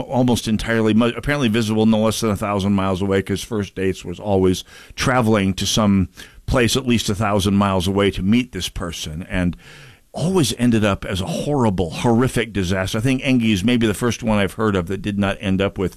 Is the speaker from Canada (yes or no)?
no; North Dakota, United States; now in Minnesota, United States; growing up in North Dakota